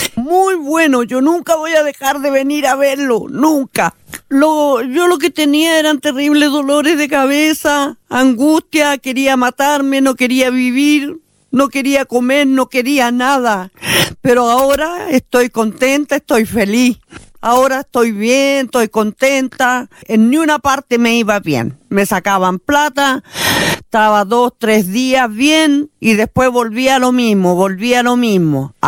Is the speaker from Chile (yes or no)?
yes; Colina, Santiago Metropolitan, Chile; Yo vengo de Colina